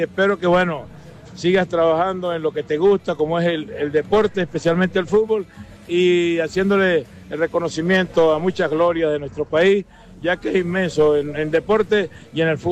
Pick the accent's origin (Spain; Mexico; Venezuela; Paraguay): Venezuela; Mérida; also born or lived in La Guaira; Nací en La Guaira, me crié en Mérida, mi mamá es de los pueblos del sur, mi papá es de allá de La Sabana, donde nacen esos grandes beisboleros, y me fui a Mérida, me eduqué